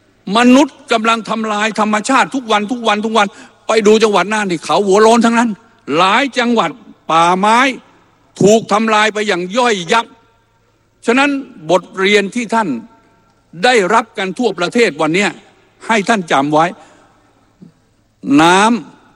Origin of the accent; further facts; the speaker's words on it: Rayong, Thailand; ผมเป็นคนจังหวัดระยอง